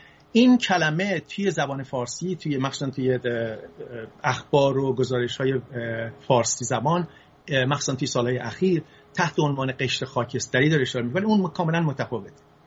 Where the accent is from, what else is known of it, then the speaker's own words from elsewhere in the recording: Isfahan, Iran; also born or lived in Fasa / Tehran; من تو سال 1337 در شهر فسا متولد شدم، یکی از شهرهای استان فارس. پدرم کارمند بانک بود و بعد از یکی دو سالم شد رفت تهران. یکی دو سال پدرم توی تهران بود و بعد اومد به اصفهان